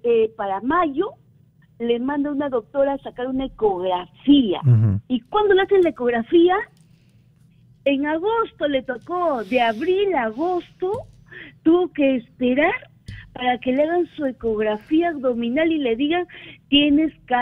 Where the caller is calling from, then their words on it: Lima, Peru; del distrito de Breña.